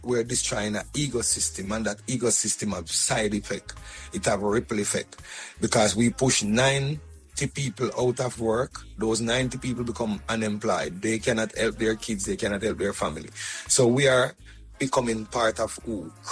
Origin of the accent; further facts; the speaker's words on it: Jamaica; as Jamaican